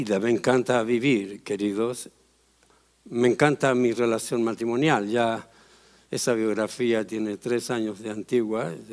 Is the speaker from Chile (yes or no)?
yes; Chile; moved away; vamos a salir el día lunes a Chile, a nuestro país.